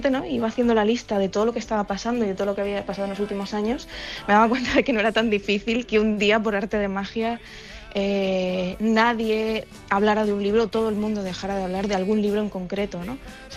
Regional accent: Almería, Andalusia, Spain; yo me crié en Almería

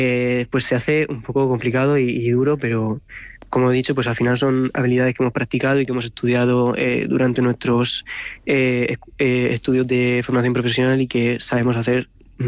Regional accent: Murcia, Region of Murcia, Spain; Yo soy de Murcia capital, y tras acabar el bachillerato, pues busqué en este instituto de Lorca

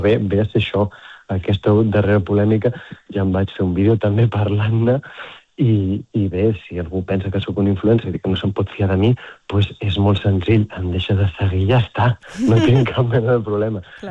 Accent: Girona, Catalonia, Spain; born there; Jo que vaig néixer a Girona m'he recorregut tot el gironès i jo crec que tota la província de Girona

